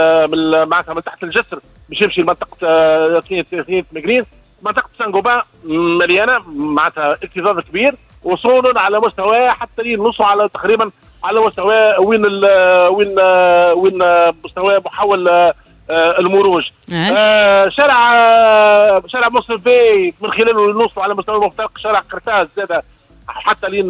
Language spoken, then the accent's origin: Arabic; Tunisia; احنا والعقليه نتاعنا كتونسي